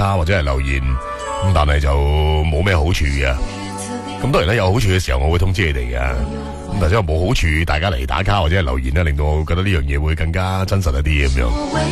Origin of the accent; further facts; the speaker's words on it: Guangdong, China; 咁我哋广东人啊，或者我哋其实或者唔净止广东人啊，只系个表述方式唔同啊。